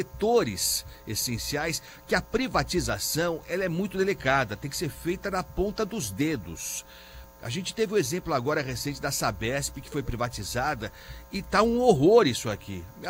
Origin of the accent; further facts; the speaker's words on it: São Paulo, Brazil; quem está pagando o preço somos nós, paulistas e paulistanos, e quem vem para São Paulo para fazer negócios